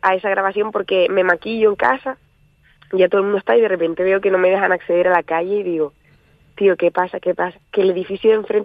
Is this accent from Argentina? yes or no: no; Arinaga, Canary Islands, Spain; now in Madrid, Spain; si cierro los ojos y pienso en mi infancia, veo las piedras de la playa de Arinaga y el mar así pasando